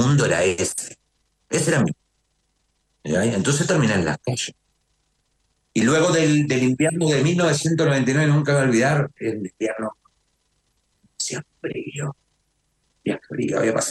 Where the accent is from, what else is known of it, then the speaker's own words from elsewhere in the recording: Uruguay; now in Chile; Yo estoy en Chile y soy uruguayo. Pero todo esto pasó en Uruguay, ¿no? Hoy vivo en Chile hace años